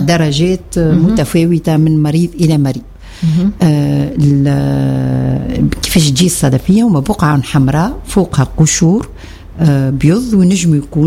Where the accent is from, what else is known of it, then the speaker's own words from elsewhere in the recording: Tunisia; احنا عندنا في تونس